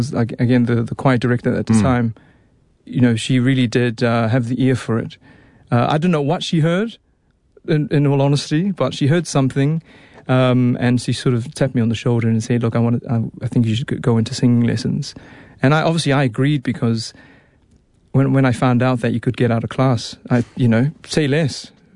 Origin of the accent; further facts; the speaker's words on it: Auckland, New Zealand; I grew up in Auckland. I grew up in East Auckland in Howick Highland Park.